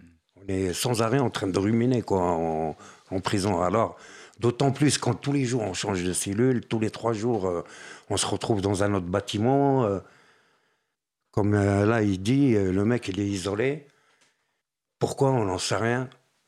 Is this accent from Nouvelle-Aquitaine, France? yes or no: no; Paris, Île-de-France, France; moi en tant que Parisien, je me suis retrouvé à l'île Doré.